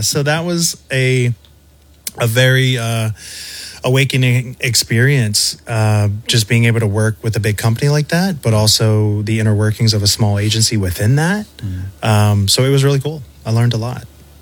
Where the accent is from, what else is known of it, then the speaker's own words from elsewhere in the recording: New Iberia, Louisiana, United States; So I grew up in New Iberia, Louisiana, more specifically Cotto, Louisiana.